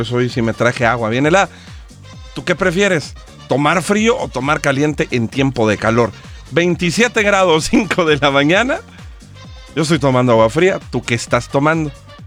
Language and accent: Spanish; Mexico